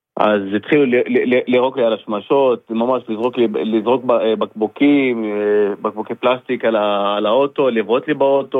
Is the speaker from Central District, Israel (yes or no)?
yes; Netanya, Central District, Israel; born there; אני גדלתי והתחנכתי בנתניה, כאילו מכיתה זין עד כיתה י' ב'